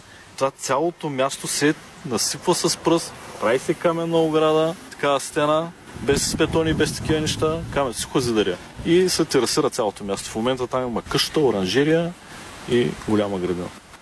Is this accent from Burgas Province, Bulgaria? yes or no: yes; Burgas, Burgas Province, Bulgaria; born there; аз съм бургазлия. Майка ми е от Поморие, аз и брат ми сме от Бургас сме родени, баба ми е от село Шипка, а дядо е от село Орешене. Това е към Луковит, този район.